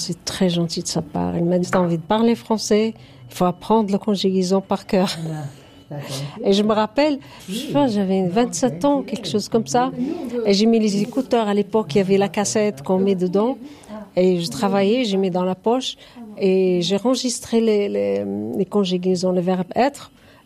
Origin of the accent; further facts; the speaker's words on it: Morocco; French is a second language; now in Switzerland; je suis d'origine marocaine.